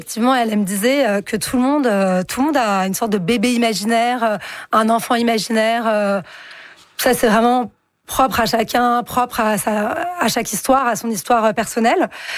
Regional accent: France; C'est vrai que chez nous, en France, ou comme vous le disiez au Canada, c'est pas possible.

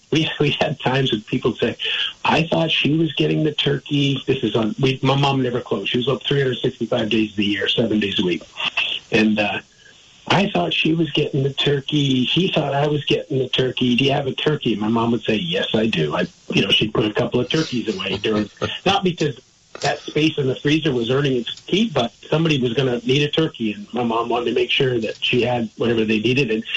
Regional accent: Vermont, United States; also born or lived in Massachusetts; When I grew up in Vermont, I wanted to go to college in Vermont

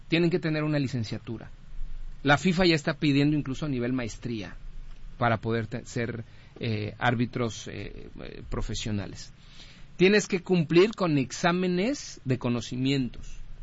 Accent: Mexico

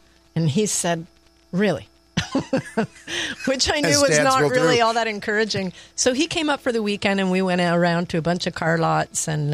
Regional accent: Montreal, Quebec, Canada; moved away as an adult; now in Toronto, Canada; when I finished school, I had moved up to Toronto. I was from Montreal and came up here

